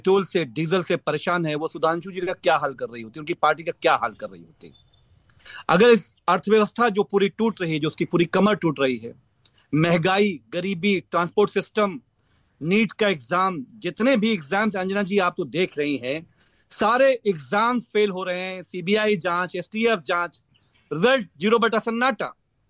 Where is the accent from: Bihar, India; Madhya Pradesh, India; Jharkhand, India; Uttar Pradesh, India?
Uttar Pradesh, India